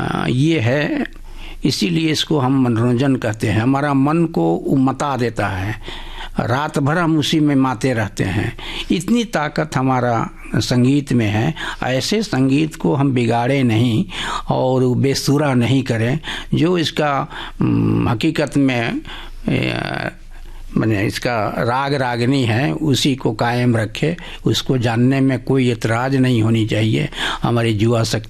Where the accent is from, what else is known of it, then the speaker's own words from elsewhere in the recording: Jharkhand, India; देखिए, हमारी देश जो है गांवों का देश है, और झारखंड भी हमारा गांवों का मैंने ये राज है, शहर तो गिन चुनके हैं।